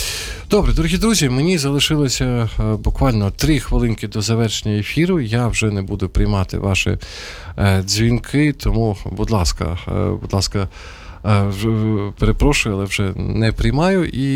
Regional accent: Sumy, Sumy Oblast, Ukraine; moved away; я, наприклад, повернувся зараз із Сум, знову ж таки, моє рідне місто

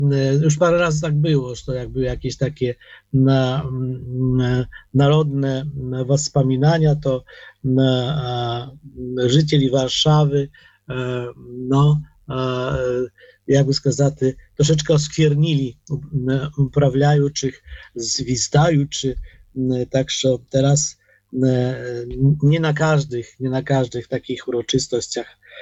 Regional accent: Poland; Ja jako Polak, prawda?

